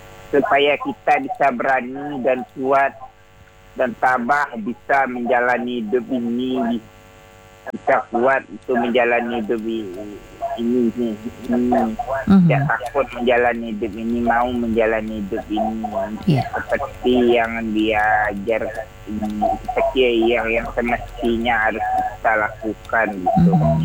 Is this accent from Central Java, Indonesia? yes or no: yes; Surakarta, Central Java, Indonesia; Saya dari Jal Dalam dari Cibipo dengan Pusu Kota Solo.